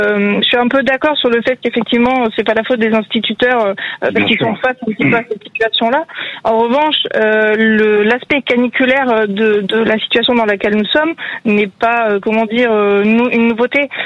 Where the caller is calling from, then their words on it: Poitiers, Nouvelle-Aquitaine, France; De la Vienne à Poitiers.